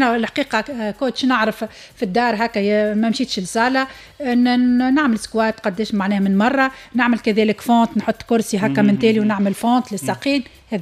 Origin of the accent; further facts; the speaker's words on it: Tunisia; عندنا في تونس